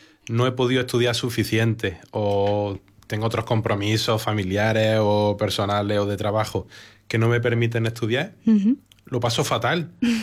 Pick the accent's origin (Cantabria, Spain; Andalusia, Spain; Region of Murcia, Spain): Andalusia, Spain; Baza; born there; me hace recordar a mi pueblo, a mis raíces que tanto quiero